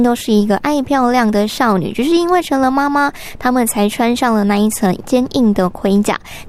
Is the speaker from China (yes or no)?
no; Taiwan; 我们台湾人